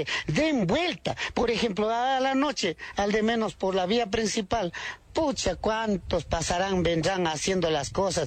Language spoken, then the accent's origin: Spanish; Cotopaxi, Ecuador; nosotros, gente indígena, la mayoría estamos aquí en Santa Rosa de Pichul, por ejemplo, de aquí al lado, somos de Huangaje, Tiwa, Guayama, Chukchilán, Moreta, Zumbagua, Huantopol